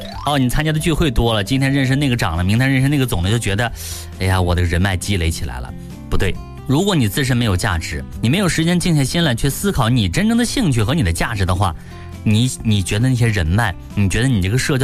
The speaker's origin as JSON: {"language": "Chinese", "country": "China", "said": "你看我们中国人讲究道术结合嘛"}